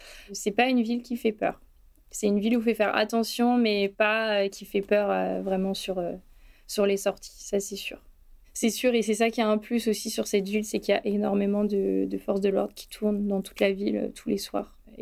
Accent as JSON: {"language": "French", "town": "Bordeaux", "region": "Nouvelle-Aquitaine", "country": "France", "tie": "born there", "also_born_or_lived": "Vire / Cherbourg / Flers", "said": "Moi, je suis née à Bordeaux, donc dans le 33. Après, je suis remontée un petit peu, du coup, en haut de la France, puisque je suis venue à Vire."}